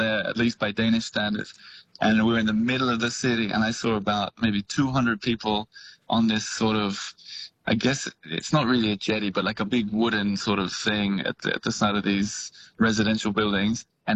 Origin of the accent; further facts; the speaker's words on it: Australia; now in France; Firstly, as an Australian, one of the things I miss from living in a big city like this